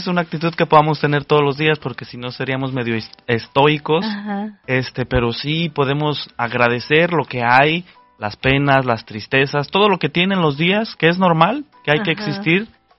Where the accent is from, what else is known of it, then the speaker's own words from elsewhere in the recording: Guadalajara, Jalisco, Mexico; Yo también soy de Guadalajara, bueno, de Jalisco.